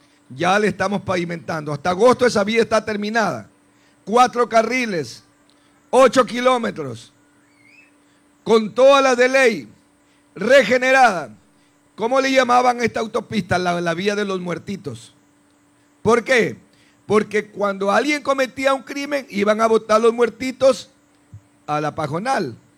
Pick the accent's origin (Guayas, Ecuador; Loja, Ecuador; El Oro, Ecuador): El Oro, Ecuador; Santa Rosa; born there; Yo nací en Santa Rosa.